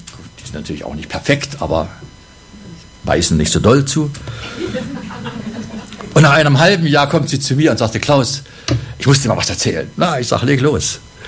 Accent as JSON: {"language": "German", "town": "Jena", "region": "Thuringia", "country": "Germany", "tie": "born or raised there", "said": "Und in meiner Nähe gibt es die Saaletalsperren, wo ich aufgewachsen bin in Jena."}